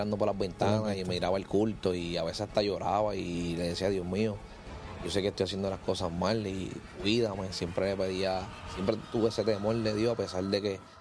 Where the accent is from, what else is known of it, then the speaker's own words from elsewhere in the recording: Fajardo, Puerto Rico; born there; Yo nací en el pueblo de Fajardo. Fui un niño que me crié en el Evangelio, en la Iglesia de Dios Incorporada.